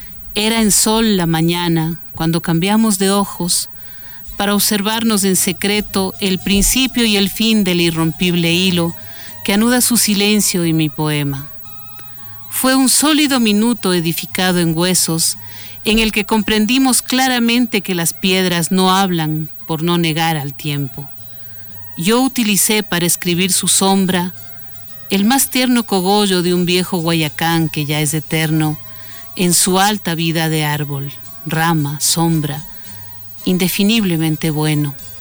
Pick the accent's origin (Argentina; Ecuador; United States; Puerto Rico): Ecuador; Quito, Pichincha; born there; Pero nací en Quito en 1963 de padres y abuelos que me inclinaron a buscar la verdad y a amar la belleza.